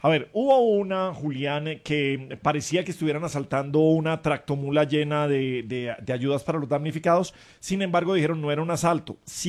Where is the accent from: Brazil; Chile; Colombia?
Colombia; Bonito que nos unamos como colombianos ahí.